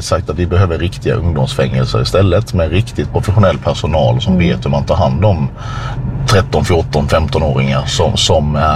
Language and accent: Swedish; Sölvesborg, Blekinge, Sweden; i närradion hemma i Sölvesborg